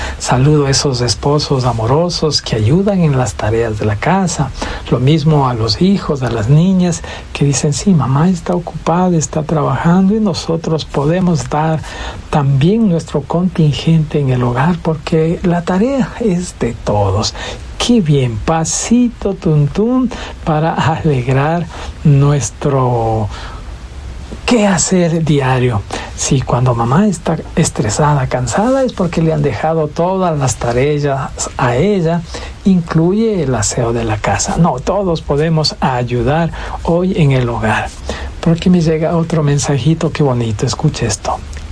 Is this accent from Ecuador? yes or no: yes; Ecuador